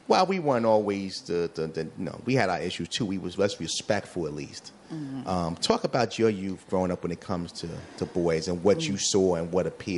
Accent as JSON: {"language": "English", "town": "Bronx", "region": "New York", "country": "United States", "said": "So growing up in Queens, I'm from the Bronx."}